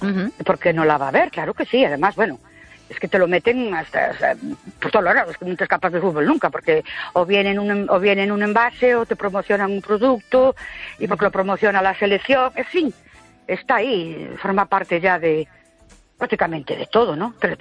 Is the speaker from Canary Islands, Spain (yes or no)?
no; Ourense, Galicia, Spain; Buenas noches … de Ourense.